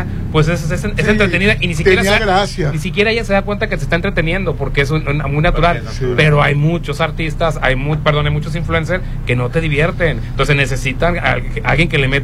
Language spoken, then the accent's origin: Spanish; Tablón 2, Sinaloa, Mexico; transitar por la carretera libre Rosario Agua Caliente. Está destrozada y es mi única manera de llegar a mi pueblo, que es Tablón 2.